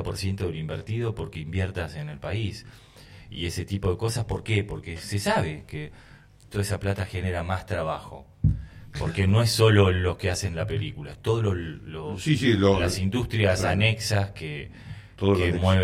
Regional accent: Argentina

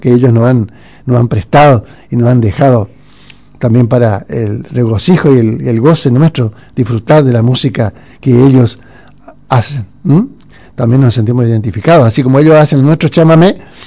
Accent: Corrientes, Argentina; En Corrientes es el idioma español, pero nosotros hablamos, mezclamos, ¿viste? Nuestra lengua originaria, el guaraní, con el español

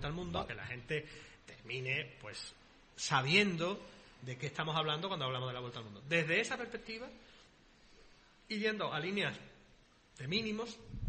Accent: Pamplona, Navarre, Spain; Y hoy la forma que yo tengo de ser español es ser andaluz. Yo que soy

